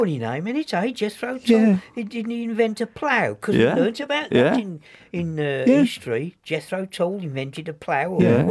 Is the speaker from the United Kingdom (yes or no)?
yes; Solihull, West Midlands, United Kingdom; born there; also born or lived in Sheldon, Birmingham; I went to school in Soda Hill.